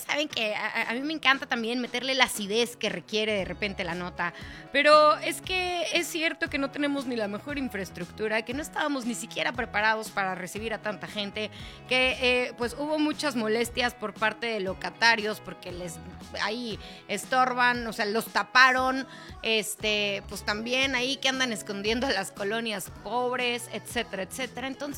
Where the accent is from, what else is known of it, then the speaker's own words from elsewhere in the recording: Mexico; sí somos bien de México, somos bien patriotas, somos bien bien nacionalistas